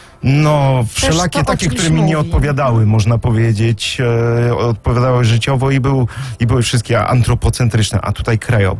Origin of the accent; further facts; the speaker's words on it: Kuyavian-Pomeranian Voivodeship, Poland; No ja akurat z Kujaw i Pomorza, byłem w tamtym czasie właśnie wtedy w Toruniu